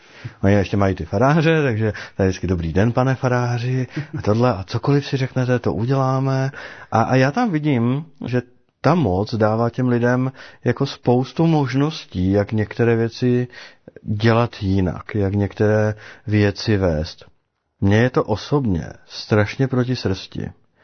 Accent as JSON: {"language": "Czech", "town": "Bruntál", "region": "Moravian-Silesian Region", "country": "Czechia", "said": "když ke mně přijde můj člen z Bruntálu a mluví se mnou, jak bych tak u nás na Bruntálsku řekli, na férovku, bez obalu"}